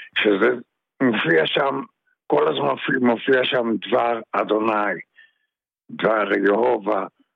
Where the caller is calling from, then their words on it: Tiberias, Northern District, Israel; אני מאזור טבריה.